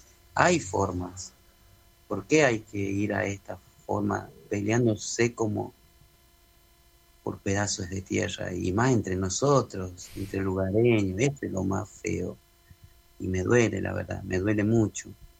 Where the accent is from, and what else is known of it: Humahuaca, Jujuy, Argentina